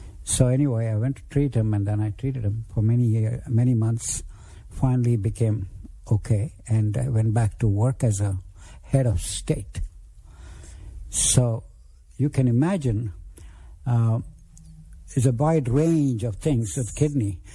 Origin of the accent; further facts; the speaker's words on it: Mumbai, Maharashtra, India; moved away; where I grew up in Mumbai and in other parts of India